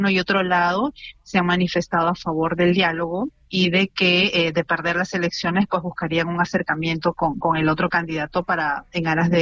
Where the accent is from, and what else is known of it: Peru